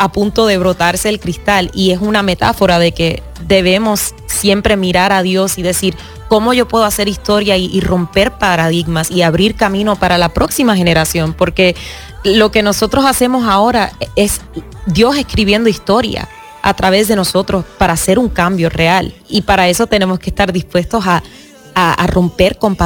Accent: Puerto Rico; also born or lived in Miami; now in Los Angeles, United States; porque yo crecí en Puerto Rico, exacto.

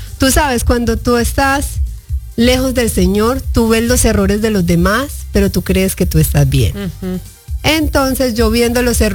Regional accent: Medellín, Antioquia, Colombia; creo que se nota un poquito que soy de Medellín, de Colombia.

